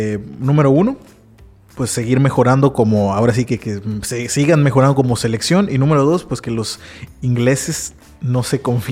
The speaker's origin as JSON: {"language": "Spanish", "country": "Mexico"}